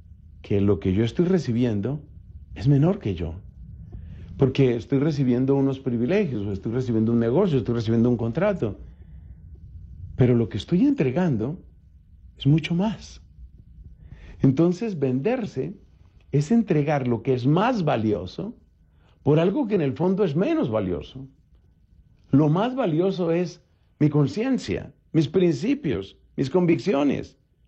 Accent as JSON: {"language": "Spanish", "country": "Colombia", "said": "mi país, Colombia"}